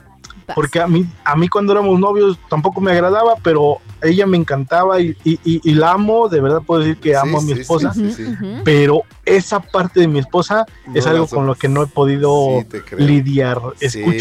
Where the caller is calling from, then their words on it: Tlaxcala, Mexico; de Tlaxcala.